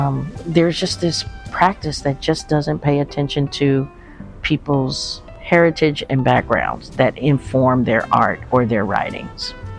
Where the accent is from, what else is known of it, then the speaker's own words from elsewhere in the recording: Kansas City, Kansas, United States; Kansas girl anymore. That was a reality check. You know, because you move places and you tell people, oh, I'm from Kansas City, and then you think that you always have that tie there.